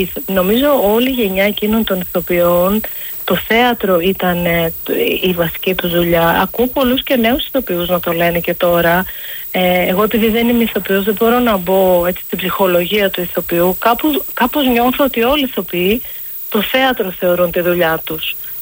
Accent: Athens, Attica, Greece; η οικογένειά μου ήταν αστική, είμαστε Αθηναίοι, ενώ υπάρχουν, έτσι, έχουν γεννηθεί στην Κωνσταντινούπολη, στη Σμύρνη, έχουμε από Οδυσσό, από Ρέθυμνο, αλλά οικογένεια, μεγαλώσαμε στην Αθήνα όλοι.

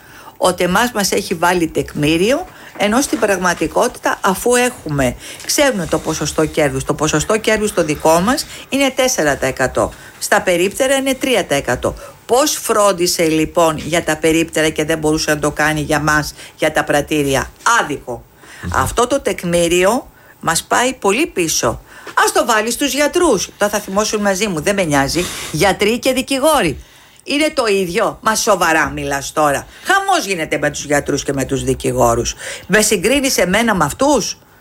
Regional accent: Greece; Εγώ δεν μπορώ στην πατρίδα μου, την Ελλάδα, να νιώθω ξένη. Νιώθω ξένη στην πατρίδα μου.

